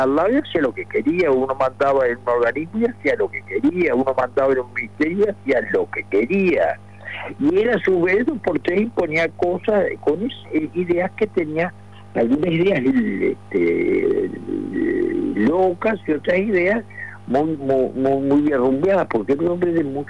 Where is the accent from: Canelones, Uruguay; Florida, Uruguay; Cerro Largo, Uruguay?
Florida, Uruguay; Casupá; Yo soy de Casupá … comisionista.